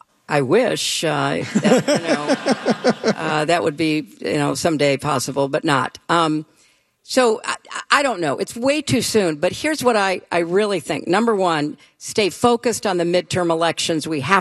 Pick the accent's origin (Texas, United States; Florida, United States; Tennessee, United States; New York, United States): New York, United States; But I'm not a Mainer. I'm a New Yorker.